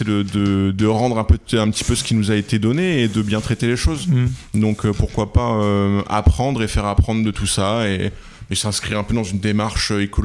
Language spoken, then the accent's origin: French; Brittany, France; moved away as an adult; now in Gers, France; Moi, je suis originaire de Bretagne et puis ma femme du Grand Est.